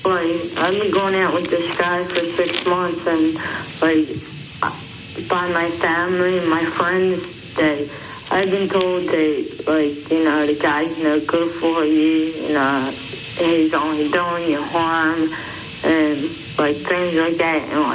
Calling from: Upper Darby, Pennsylvania, United States; Upper Darby, Delaware County.

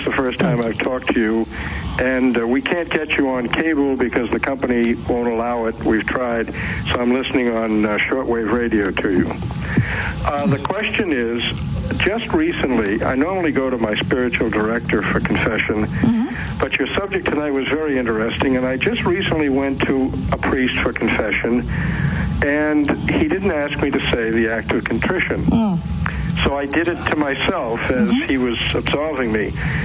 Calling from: Delaware, United States; Delaware.

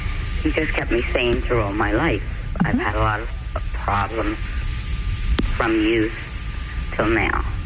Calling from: Pennsylvania, United States

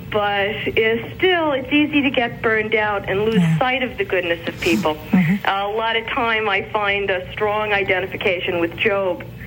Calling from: New Jersey, United States; I'm calling from New Jersey.

